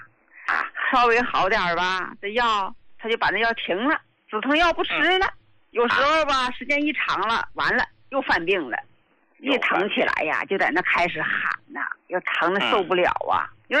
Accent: Jiangsu, China; 我是江苏的

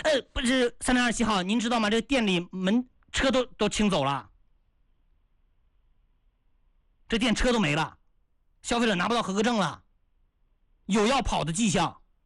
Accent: Hebei, China; 咱们河北人啊，就是确实实诚啊

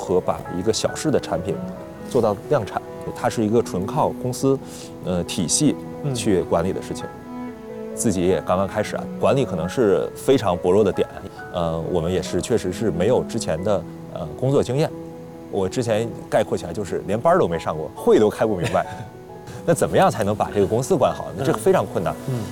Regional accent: Beijing, China; moved away as an adult; now in Zhuzhou, China; 2023年的新年，第一次在北京以外的地方跨年。从小就在北京嘛，然后从来没有离开过北京超过一个月

